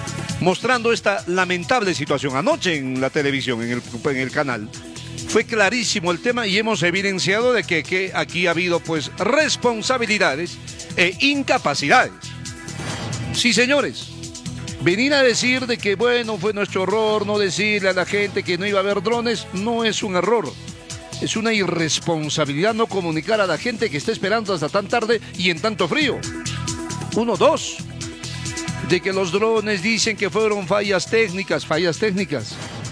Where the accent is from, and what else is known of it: Cusco, Peru